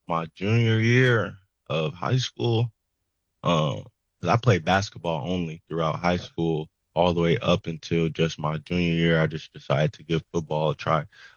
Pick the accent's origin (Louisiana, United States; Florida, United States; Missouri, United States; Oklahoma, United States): Oklahoma, United States; Lawton; born there; I was born on Fort Sill. They were both stationed on Fort Sill. Military base out there in Lawton, Oklahoma. So I lived out in Lawton, Oklahoma for a quite extensive time, probably until like middle school, and then we ended up moving up to Oklahoma City.